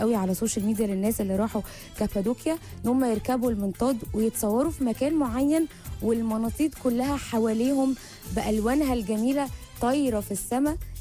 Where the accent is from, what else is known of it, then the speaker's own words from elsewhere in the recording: Egypt; احنا كمصريين